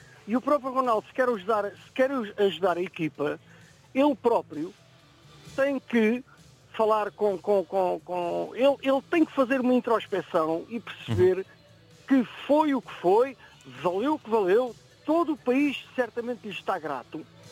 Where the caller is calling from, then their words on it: Portugal; Portugal é Portugal e eu sou português, e assim é de morrer, que eu tenho 58 anos de idade